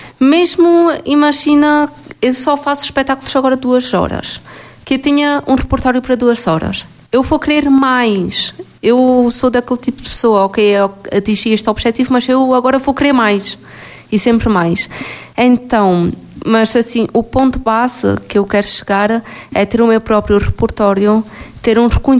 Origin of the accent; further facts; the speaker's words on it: Alentejo, Portugal; eu sou do Alentejo. E mesmo que vá morar para a China, digamos assim, eu sempre sou do Alentejo. Ou seja, é a minha raiz, é a minha cultura, é tudo.